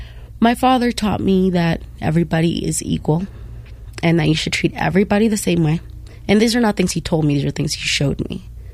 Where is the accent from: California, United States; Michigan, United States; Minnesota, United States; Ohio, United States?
California, United States; first language Spanish; English is a second language; And I know Spanish. And, well, where I grew up in California, ESL kids don't actually learn English.